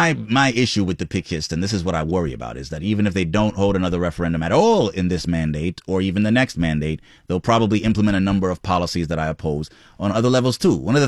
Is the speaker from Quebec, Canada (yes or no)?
yes; Montreal, Quebec, Canada; born or raised there